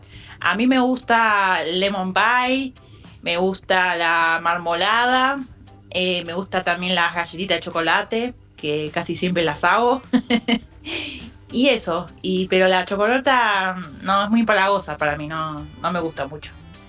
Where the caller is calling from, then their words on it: Moreno, Buenos Aires Province, Argentina; de Moreno.